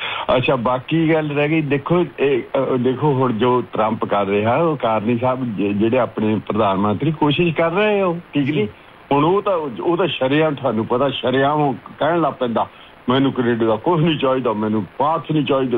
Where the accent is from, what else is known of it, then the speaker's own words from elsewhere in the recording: Gunachaur, Punjab, India; now in Canada; ਤੇ ਫਿਰ ਅਸੀਂ ਬੰਗੀ ਪੜ੍ਹਦੇ ਹੁੰਦੇ ਸੀ, ਤੇ ਸਾਡਾ ਪਿੰਡ ਤਾਂ ਗੁਣਾ ਚੌਰ ਸੀ ਇੱਧਰ, ਹੈ ਜੀ ਬੰਗਿਆਂ ਦੇ ਕੋਲ ਹੀ ਆ